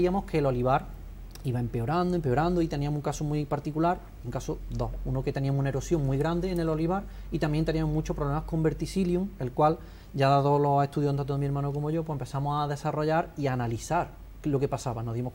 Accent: Arjona, Andalusia, Spain; yo soy de Arjona, mi formación es ingeniero agrónomo

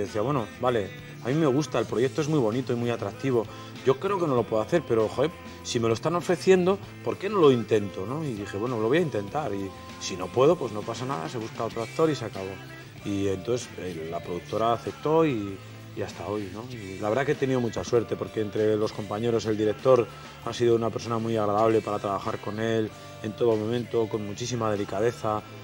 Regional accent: Pamplona, Navarre, Spain; A Pamplona, a mi tierra.

